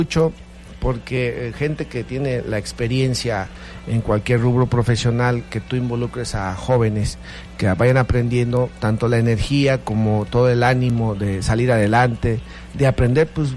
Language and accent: Spanish; Paracho, Michoacán, Mexico; Sí, rápidamente, pues, yo soy originario del municipio de Paracho, actualmente tengo 47 años de edad.